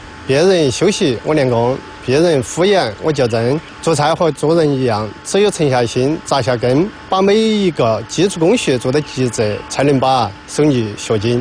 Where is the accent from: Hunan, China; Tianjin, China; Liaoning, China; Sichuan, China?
Sichuan, China; Neijiang; 我土生土长在内江，是这片土地滋养了我。